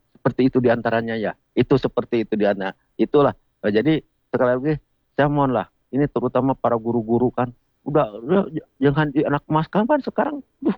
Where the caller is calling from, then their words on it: Bandung, West Java, Indonesia; Selamat pagi, Bapak-bapak narasumber yang saya dari Bandung, Pak, di sini ya.